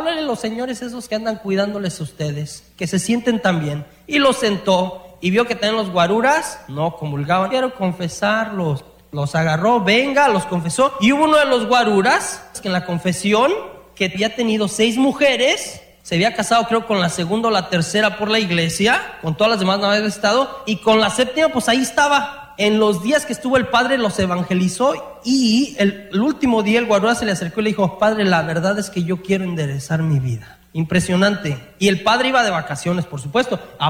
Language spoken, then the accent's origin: Spanish; Mexico; Tenemos un mal, muchos de los que venimos de México